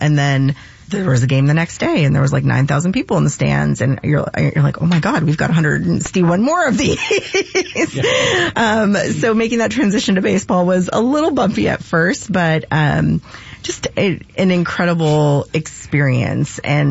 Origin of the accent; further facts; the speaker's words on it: Canada; also born or lived in United States; My family is in Canada. I grew up in Canada.